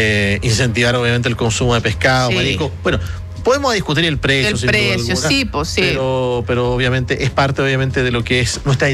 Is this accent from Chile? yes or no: yes; Chile